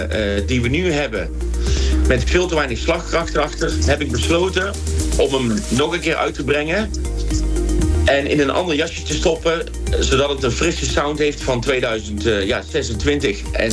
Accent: North Brabant, Netherlands; born there; also born or lived in Goeree-Overflakkee; Ik ben geboren op het mooiste eiland van Nederland, op Goeree-Hoogvlakke. Maar ik woon al bijna heel mijn leven in Brabant. 41 jaar.

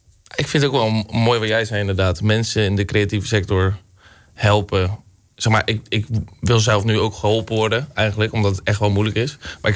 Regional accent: Middelharnis, South Holland, Netherlands; moved away as an adult; also born or lived in Dirksland; now in Rotterdam, Netherlands; Mijn wiegje heeft gestaan, ik ben geboren in Middelharnis en opgegroeid. Eigenlijk pas 2 jaar geleden ben ik hier gaan wonen in Dirksland. En nu word ik net 5 maanden op mezelf in Rotterdam.

